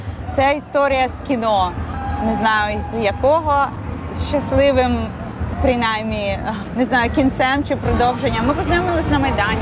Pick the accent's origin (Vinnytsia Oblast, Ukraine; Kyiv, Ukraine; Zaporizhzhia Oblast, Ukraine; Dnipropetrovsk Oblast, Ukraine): Kyiv, Ukraine; moved away as an adult; now in Canada; а я, киянка, якраз тоді співала на сцені революційній.